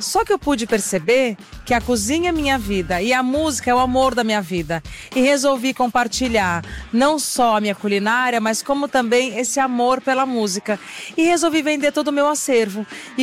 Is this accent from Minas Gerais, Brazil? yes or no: no; São Paulo, Brazil; eu, enquanto paulistana, nascida e criada na cidade